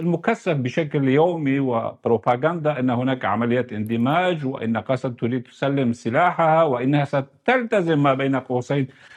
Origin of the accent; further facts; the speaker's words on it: Syria; نحن ككرد سوريين